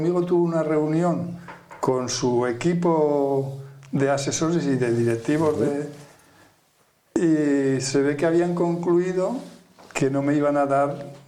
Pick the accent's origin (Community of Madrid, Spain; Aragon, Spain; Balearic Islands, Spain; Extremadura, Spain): Aragon, Spain; yo recuerdo a uno de la provincia de Huesca, de donde soy yo